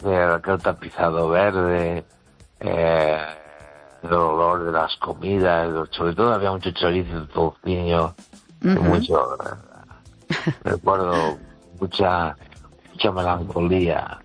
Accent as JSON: {"language": "Spanish", "region": "Galicia", "country": "Spain", "tie": "born or raised there", "said": "Y mi pueblo está a unos 9 kilómetros 8 de los Peares. Está en la altura de la montaña. Y entonces bajábamos en los Peares"}